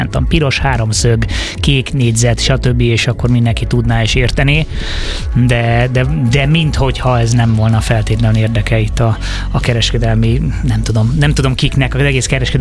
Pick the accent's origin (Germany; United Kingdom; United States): United Kingdom; England; now in Hungary; legalábbis én Angliában nőttem föl